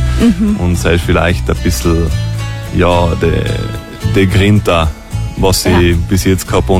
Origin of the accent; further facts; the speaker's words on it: Trentino-Alto Adige, Italy; Als Italiener, als Südtiroler ist das halt immer ein bisschen, muss ich halt etwas mehr kämpfen noch.